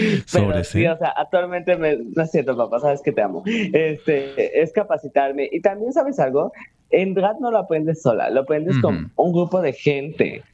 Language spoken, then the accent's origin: Spanish; Mexico; Soy una mexicana que trabaja día y noche, de lunes a sábado y domingo también, de día y sol.